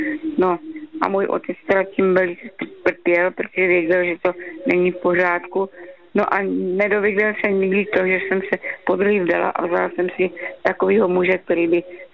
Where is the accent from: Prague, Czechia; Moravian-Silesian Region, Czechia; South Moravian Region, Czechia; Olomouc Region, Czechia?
South Moravian Region, Czechia; Brno; my jsme teda Brňáci, že pak jsme se přestěhovali do světa.